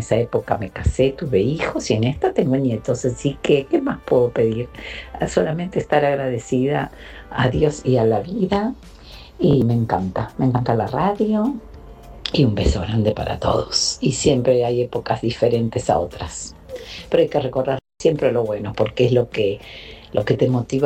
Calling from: Mar del Plata, Buenos Aires Province, Argentina; de Mar del Plata.

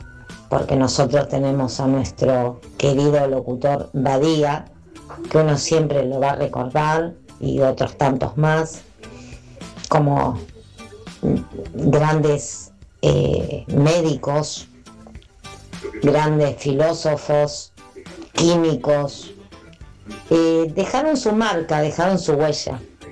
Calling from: San Justo, Buenos Aires Province, Argentina; de San Justo.

